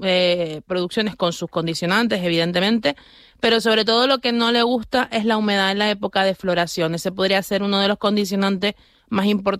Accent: Güímar, Canary Islands, Spain; Yo, por ejemplo, soy de Güímar

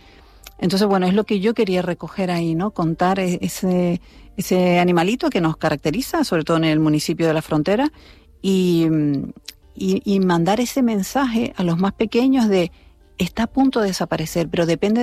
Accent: El Hierro, Canary Islands, Spain; Solo se espescusa en el Hierro, porque en otros sitios se curiosea, se pregunta, se investiga, se indaga, pero nosotros espescusamos.

